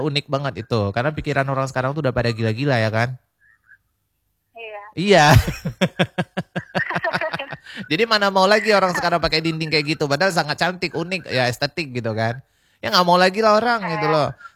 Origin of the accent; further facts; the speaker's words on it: Aceh, Indonesia; Di desa aku, di Suatima.